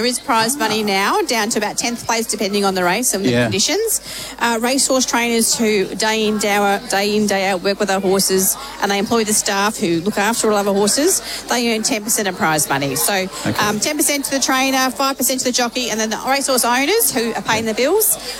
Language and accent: English; Victoria, Australia; So I'm actually originally from Victoria.